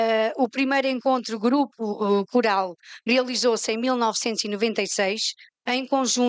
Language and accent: Portuguese; Alentejo, Portugal; sendo eu alentejana, não é? De raízes de lado materno e paterno, portanto, a mim enche-me o peito de falar das minhas origens, não é?